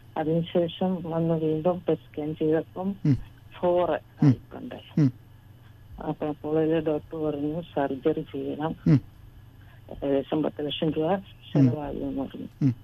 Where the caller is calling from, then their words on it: Tripunithura, Kerala, India; ഞാൻ വിളിക്കുന്നത് തൃപ്പൂണിത്തറയിൽ.